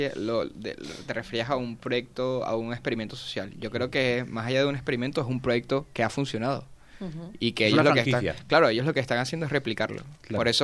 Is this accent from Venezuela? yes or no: yes; Venezuela; now in Spain; todo lo que yo estoy viviendo ahora en España, yo lo viví cuando era un niño en Venezuela